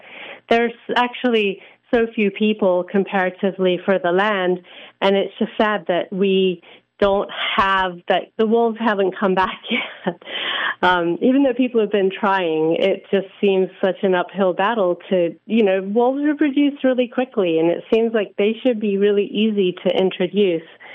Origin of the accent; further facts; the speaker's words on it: Abruzzo, Italy; moved away; I'm from Italy and I come from the Abruzzo National Park region